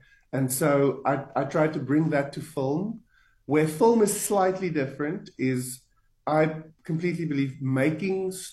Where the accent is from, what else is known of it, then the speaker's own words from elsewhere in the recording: Limpopo, South Africa; I'm from a tiny town in Limpopo called Luitrichard.